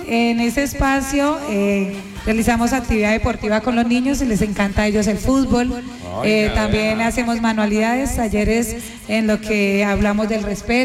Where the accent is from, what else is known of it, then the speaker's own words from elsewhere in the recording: Bucaramanga, Santander, Colombia; Bueno, nosotros venimos del norte de Bucaramanga, la fundación es del norte.